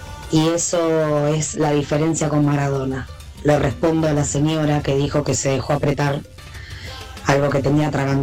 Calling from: San Miguel, Buenos Aires Province, Argentina; de San Miguel

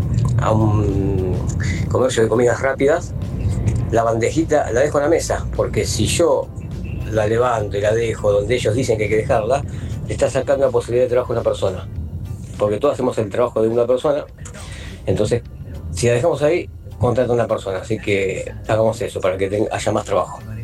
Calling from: Buenos Aires, Argentina; de Floresta.

